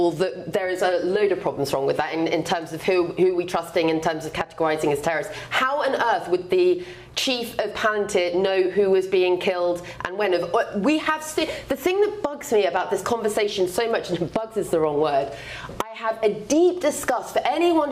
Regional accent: London, United Kingdom; as a Londoner myself, no, I don't want, if I was living in London right now

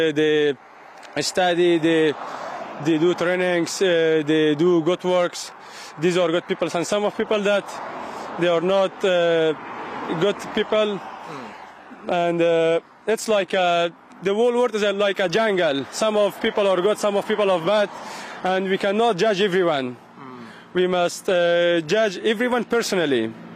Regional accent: Afghanistan; English is a second language; now in United Kingdom; The most of ways we went by walking from Afghanistan to Iran and Iran to Turkey

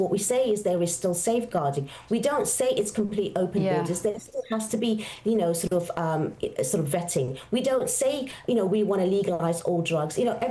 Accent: United Kingdom; I am proudly British and love this country.

